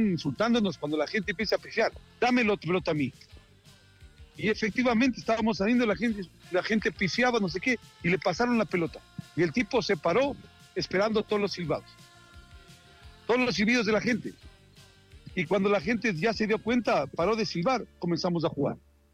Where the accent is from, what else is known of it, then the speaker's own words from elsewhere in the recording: Quito, Pichincha, Ecuador; nosotros, como somos de acá de Quito